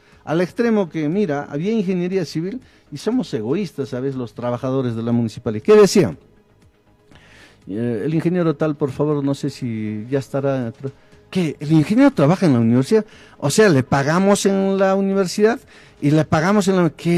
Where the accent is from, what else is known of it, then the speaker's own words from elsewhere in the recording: Apurímac, Peru; yo soy de parte de Coyurqui, de repente más coyurquino que cotabambino, del nacimiento cotabambino de mis padres coyurquinos.